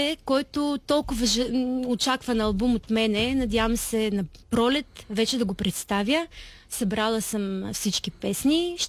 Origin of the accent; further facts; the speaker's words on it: Ukraine; Bulgarian is a second language; now in Bulgaria; съм от Украйна и моето семейство доста ми липсва, защото не сме един до друг дълги години, виждаме се много рядко